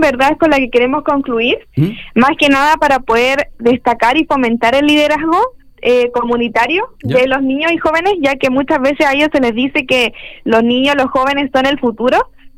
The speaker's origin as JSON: {"language": "Spanish", "region": "Valparaíso", "country": "Chile", "said": "nuestra identidad como porteños"}